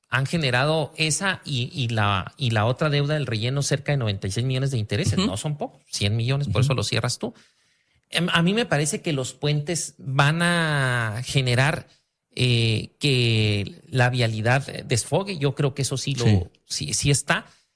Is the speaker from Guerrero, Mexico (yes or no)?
no; Chihuahua, Mexico; las y los chihuahuenses pagamos los costos de ello